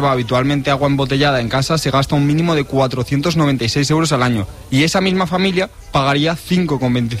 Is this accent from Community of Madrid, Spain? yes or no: yes; Madrid, Community of Madrid, Spain; como madrileño tengo que decir que tenemos el mejor agua del mundo.